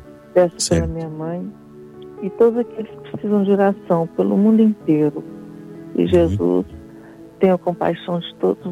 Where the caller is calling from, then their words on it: Belo Horizonte, Minas Gerais, Brazil; Eu estou falando de Belo Horizonte.